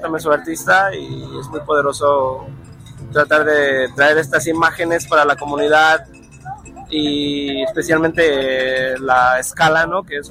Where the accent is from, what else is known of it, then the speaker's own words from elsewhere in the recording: Chicago, Illinois, United States; Yo soy de La Villita, estamos aquí con amigos de la parte del sur de Chicago